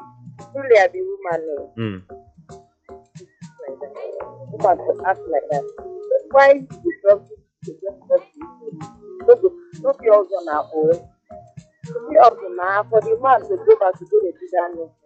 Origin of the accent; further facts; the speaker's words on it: Ajegunle, Lagos, Nigeria; from Ajegunle.